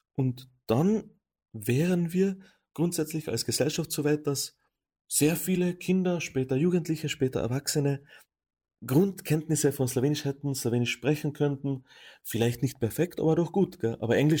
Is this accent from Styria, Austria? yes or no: no; Carinthia, Austria; first language Slovenian; German is a second language